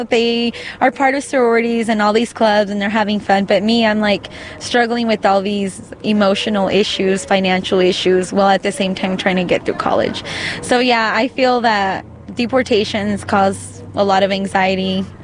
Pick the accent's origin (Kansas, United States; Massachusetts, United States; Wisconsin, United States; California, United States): Kansas, United States; Liberal; born or raised there; also born or lived in Juarez, Mexico